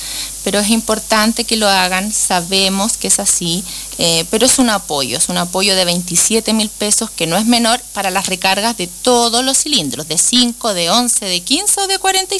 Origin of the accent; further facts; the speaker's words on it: Pirque, Santiago Metropolitan Region, Chile; moved away as an adult; now in Aysén Region, Chile; Yo vengo de Santiago, vengo de Pirque específicamente